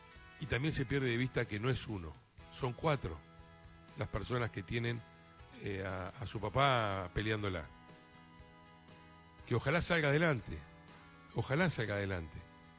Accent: Argentina; Acá lo que preocupa y lo que duele como padre, más que como argentino

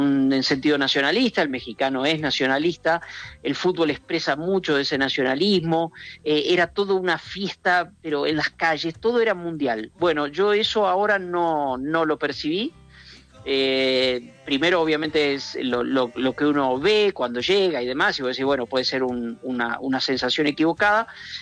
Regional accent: Argentina

